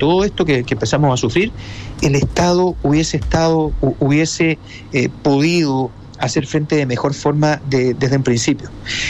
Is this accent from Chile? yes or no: yes; Chile; Eso fue un error que cuesta perdonarlo como chileno, porque estaríamos en una mejor posición hoy día haciendo frente a esto.